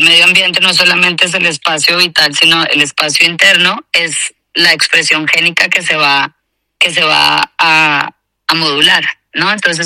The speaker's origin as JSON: {"language": "Spanish", "region": "Mexico City", "country": "Mexico", "said": "yo vengo de México. Ciudad de México es un lugar donde, pues básicamente eso no es oxígeno, es dióxido de carbono."}